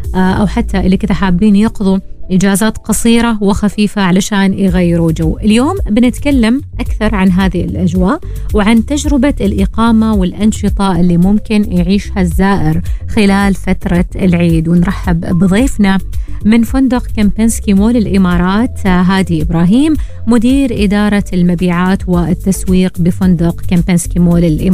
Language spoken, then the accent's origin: Arabic; Oman; نحن كعمانيين